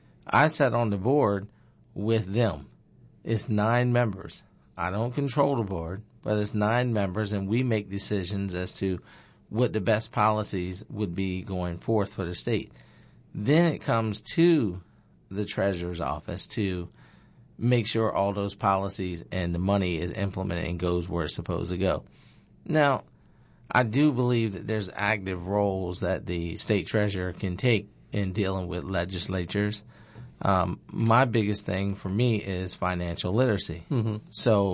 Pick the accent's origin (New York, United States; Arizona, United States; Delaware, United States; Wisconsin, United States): Delaware, United States; Lewes; I'm a Sussex County native, born and raised in Lewis, Delaware.